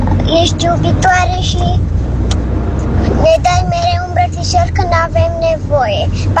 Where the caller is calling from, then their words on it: Romania; din România. Am 4 ani și jumate